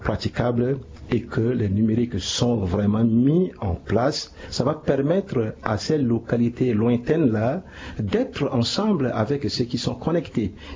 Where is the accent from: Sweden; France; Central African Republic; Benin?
Central African Republic; Et aujourd'hui, chez nous, en République centrafricaine, nous sommes à le stade de 2.0